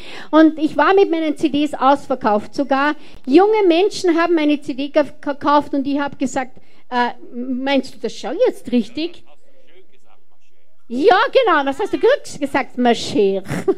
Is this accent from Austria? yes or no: yes; Austria; ich als Österreicherin